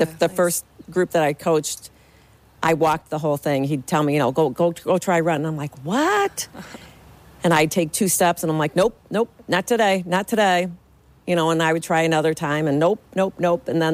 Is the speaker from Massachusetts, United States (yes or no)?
yes; Fall River, Massachusetts, United States; born there; I was born in Fall River.